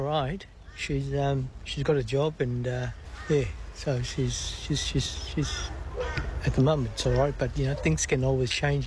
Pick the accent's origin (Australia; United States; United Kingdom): Australia; Melbourne, Victoria; now in Sunshine Coast, Australia; I'm from Melbourne, and that's a big city, to congested traffic and this and that.